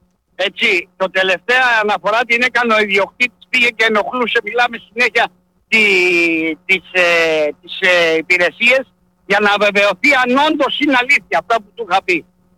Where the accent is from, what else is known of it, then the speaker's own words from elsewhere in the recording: Keratsini, Attica, Greece; now in Thessaloniki, Greece; Εντάξει, εγώ είμαι από το Κερατσίνι. Είχα δώσει. Είχα μια εταιρεία security, την έκλεισα, τελείωσε, έτσι. Και ανέβηκα πάνω στη Θεσσαλονίκη.